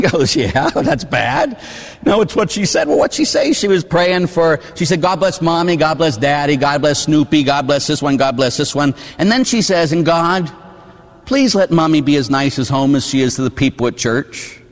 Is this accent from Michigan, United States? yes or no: no; Pittsburgh, Pennsylvania, United States; born or raised there